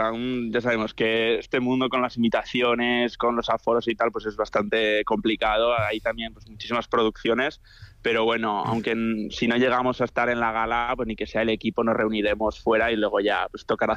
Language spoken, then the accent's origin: Spanish; Navarre, Spain; Yo siendo navarro